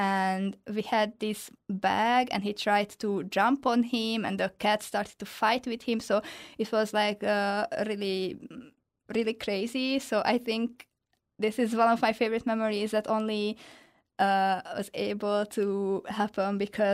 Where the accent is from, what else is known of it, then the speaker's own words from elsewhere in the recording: Hungary; I think as a Hungarian, it's not that hard to pronounce Russian.